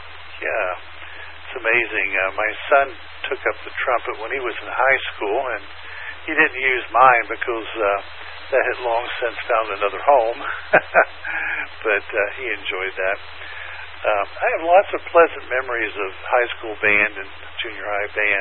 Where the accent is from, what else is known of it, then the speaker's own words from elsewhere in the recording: Melbourne, Florida, United States; moved away; also born or lived in West Virginia / North Carolina; I grew up in Melbourne, Florida. Melbourne is just south of the Kennedy Space Center, and if you will, due east from Orlando